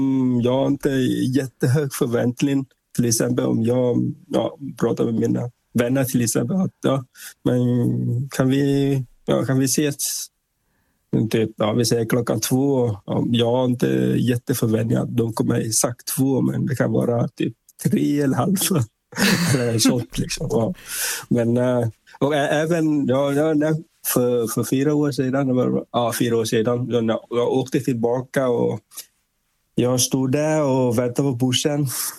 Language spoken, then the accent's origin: Swedish; Vietnam; Swedish is a second language; han jobbar då i huvudstad i Hanoi, och sen jag kommer från Melestra område.